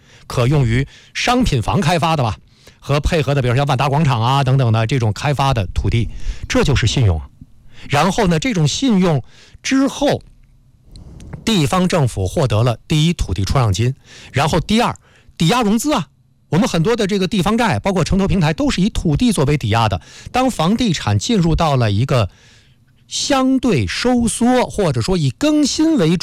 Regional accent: China

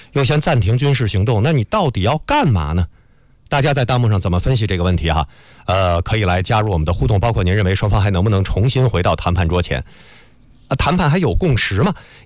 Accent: China

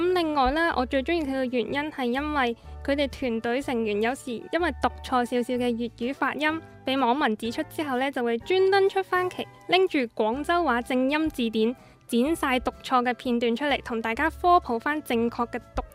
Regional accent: Guangdong, China; 因为自己作为广东人

